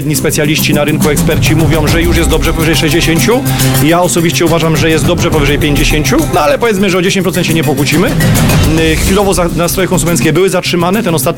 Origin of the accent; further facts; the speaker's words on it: Lesser Poland, Poland